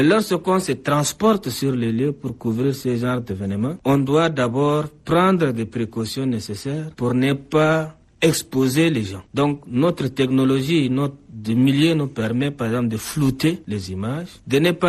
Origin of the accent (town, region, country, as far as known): Chad